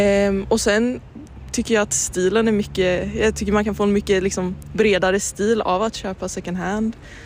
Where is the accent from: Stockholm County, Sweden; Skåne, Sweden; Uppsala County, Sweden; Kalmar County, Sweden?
Kalmar County, Sweden; Kalmar; och jag är från Kalmar.